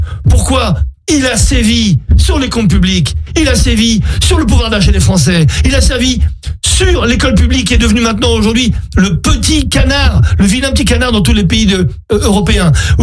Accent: France; Moi, en tant que Français, oubliez que je sois juif, oubliez que je sois franco-israélien

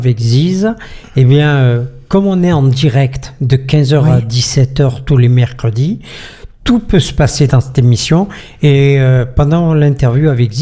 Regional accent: Marseille, Provence-Alpes-Côte d'Azur, France; on est Marseillais

